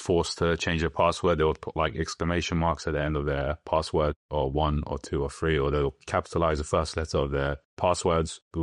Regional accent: London, United Kingdom; Ethnically, I'm Turkish. I grew up in London.

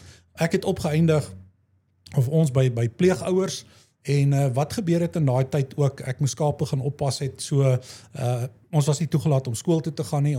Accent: Pretoria, Gauteng, South Africa; born there; ek is gebore in Pretoria, daar in die Moedersbond, en waar ek groot geword het, ja, dis een story daar.

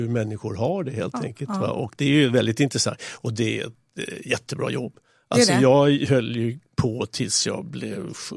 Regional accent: Stockholm, Stockholm County, Sweden; now in Tyresö, Sweden; Och jag är fjärde generationen stockholmare. Så att jag har en lång lista med förfäder här.

